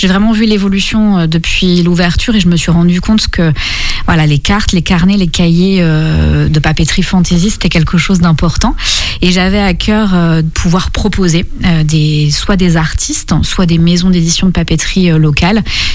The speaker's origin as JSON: {"language": "French", "town": "Apremont", "region": "Pays de la Loire", "country": "France", "tie": "born or raised there", "said": "Alors moi j'ai grandi à Apremont, donc à quelques kilomètres."}